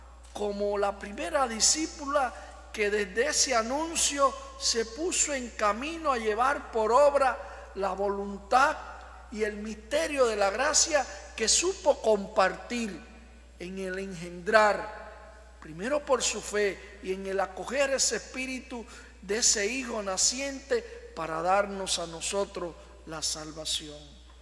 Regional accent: Cuba; Hoy estamos aquí también bajo esta vocación que para mí significa mucho, no solamente como cubano, sino como hijo de Dios.

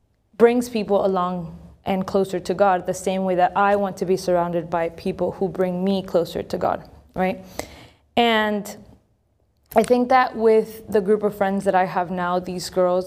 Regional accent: Miami, Florida, United States; growing up in Miami

